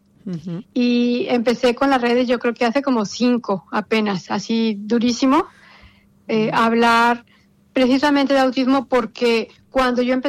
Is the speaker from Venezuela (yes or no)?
no; Mexico; now in Spain; soy de México, aunque ahorita estoy aquí en España